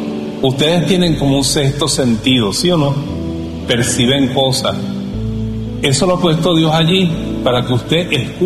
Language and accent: Spanish; Bejuma, Carabobo, Venezuela; ¿Cómo se nota que yo soy de Bejuma?